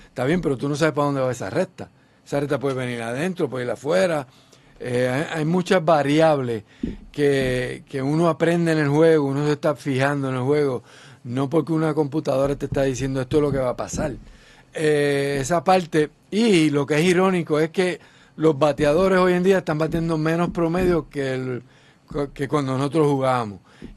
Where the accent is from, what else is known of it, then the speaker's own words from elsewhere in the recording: Puerto Rico; moved away; en Puerto Rico yo me crié con toda clase de seres humanos